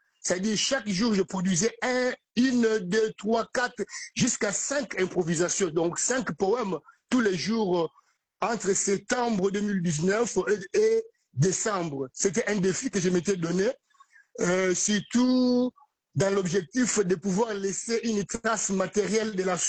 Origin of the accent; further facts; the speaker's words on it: DR Congo; also born or lived in Boma; now in Kinshasa, Democratic Republic of the Congo; en tant que Congolais